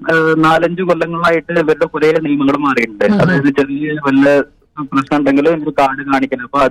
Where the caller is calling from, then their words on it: Pattambi, Kerala, India; നാട്ടില് പട്ടാമ്പി.